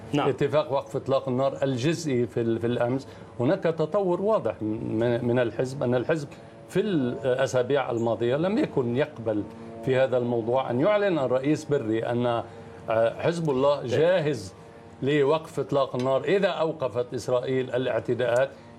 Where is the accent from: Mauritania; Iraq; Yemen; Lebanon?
Lebanon; عندنا في لبنان